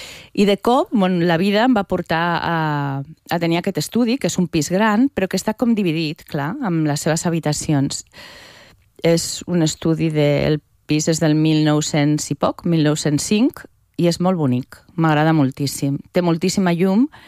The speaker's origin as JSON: {"language": "Catalan", "town": "Zaragoza", "region": "Aragon", "country": "Spain", "moved": "as an adult", "lives_now": "Catalonia, Spain", "said": "jo vaig venir a estudiar a Barcelona, soc de Saragossa, vaig venir a estudiar a Barcelona perquè a Saragossa encara no hi ha Facultat de Belles Arts, vale? Jo vaig venir fa molts anys i ja em vaig quedar a Catalunya a viure."}